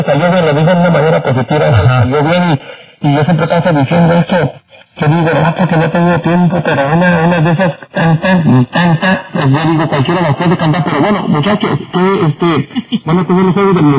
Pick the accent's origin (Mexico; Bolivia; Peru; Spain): Mexico; Yo soy del lugar que estamos los mexicanos